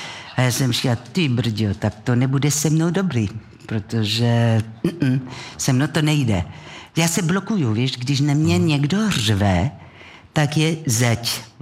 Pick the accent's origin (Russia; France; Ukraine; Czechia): France; Marseille, Provence-Alpes-Côte d'Azur; Czech is a second language; now in Czech Republic; já jsem z Marseille